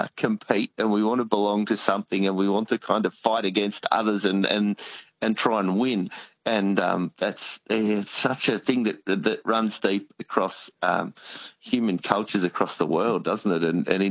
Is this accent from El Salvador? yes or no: no; Manangatang, Victoria, Australia; growing up in Monangatang, Monangatang's in the Mallee up in northwest Victoria